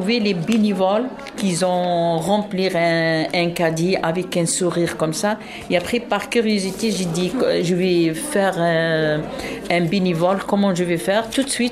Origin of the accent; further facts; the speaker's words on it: Algeria; Oui, oui, oui. Moi, je suis algérienne.